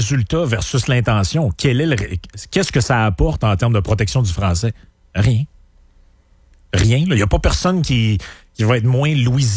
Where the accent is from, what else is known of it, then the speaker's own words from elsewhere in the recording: Lac-Saint-Jean, Quebec, Canada; je viens du Lac-Saint-Jean.